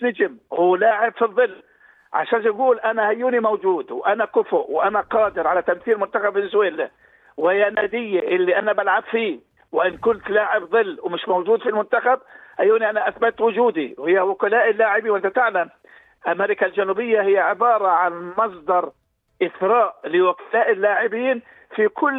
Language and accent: Arabic; Jordan; عندنا إحنا في بلدنا الأردن